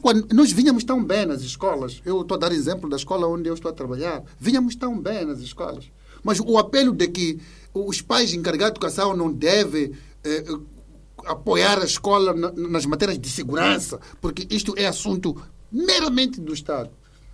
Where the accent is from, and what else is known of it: Mozambique